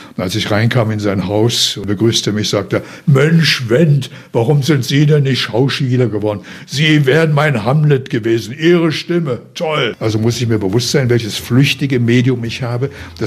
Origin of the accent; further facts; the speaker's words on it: Harz, Germany; Ich bin im Harz aufgewachsen